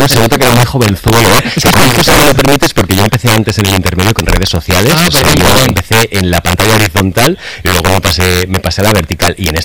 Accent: Catalonia, Spain; Porque yo soy catalán

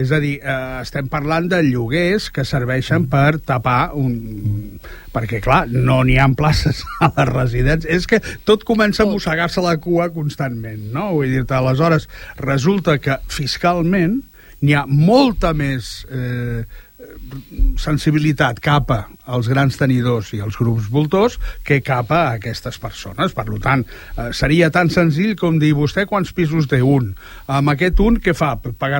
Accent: Barcelona, Catalonia, Spain; al meu barri, allà a Sants, a Barcelona, pues teníem un pis llogat entre quatre.

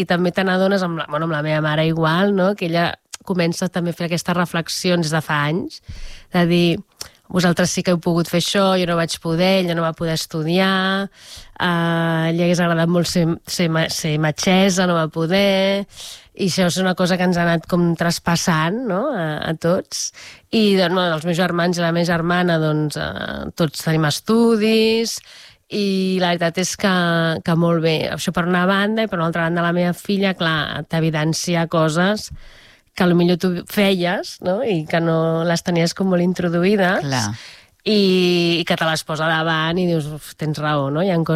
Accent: Barcelona, Catalonia, Spain; moved away as an adult; also born or lived in La Garriga; now in Molins de Rei, Spain; Nosaltres som de Barcelona, però, bueno, ens vam conèixer a l'Ametlla del Vallès per uns temes de cases d'estiuets i, bueno, ens vam conèixer allà. I llavors vam anar a viure a la Garriga.

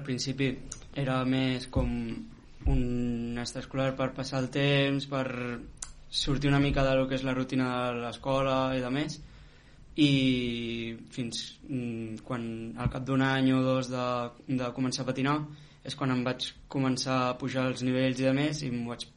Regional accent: Olèrdola, Catalonia, Spain; vam fer una entrevista al meu poble, a Olèrdola també

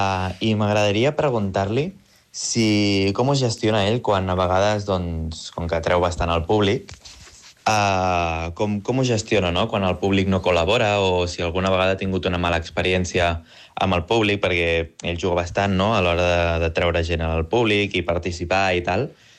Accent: Rubí, Catalonia, Spain

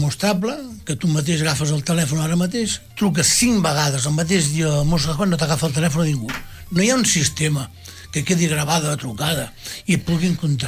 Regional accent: Rubí, Catalonia, Spain; born there; No tenim pobles, som molts desgraciats. Vam néixer aquí a Rubí.

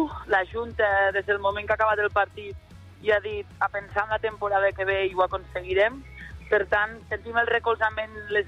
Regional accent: Catalonia, Spain; estem formades per jugadores d'aquí, som catalanes, la gran majoria

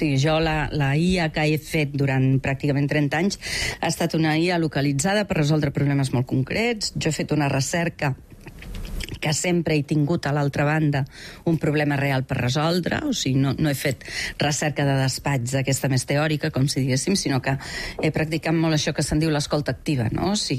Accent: Figueres, Catalonia, Spain; now in Barcelona, Spain; jo vaig venir a estudiar de Figueres a Barcelona

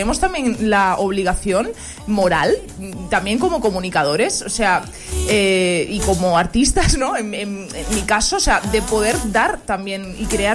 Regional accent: Sant Adrià de Besòs, Catalonia, Spain; yo soy de San Adrián del Besós.

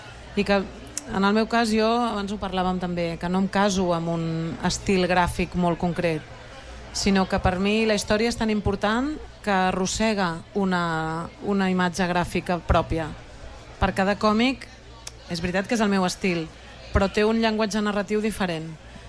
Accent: Catalonia, Spain; first language Catalan; és necessari i és meravellós poder expressar-me en la meva llengua i que em llegeixin amb la meva llengua, no?

